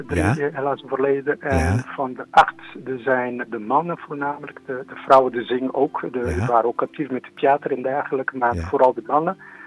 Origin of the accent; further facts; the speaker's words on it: Cape Verde; moved away; Wij zijn afkomstig uit Kap Verde, vier broers.